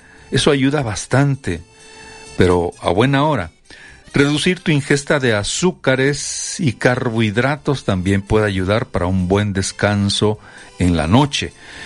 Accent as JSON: {"language": "Spanish", "country": "Mexico"}